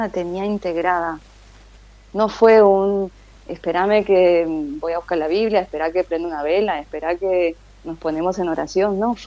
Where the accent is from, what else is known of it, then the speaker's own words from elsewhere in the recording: Buenos Aires, Argentina; born there; also born or lived in France; Soy argentina, soy de acá de Buenos Aires, aunque de mí... viví en el campo, viví en la provincia hasta los 7 años.